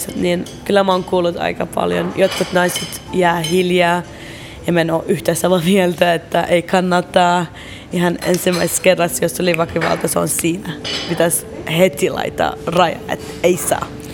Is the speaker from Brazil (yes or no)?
no; Baghdad, Baghdad Governorate, Iraq; Finnish is a second language; now in Finland; mutta ei, mä oon Bagdadista, niin meillä ei yleensä tällainen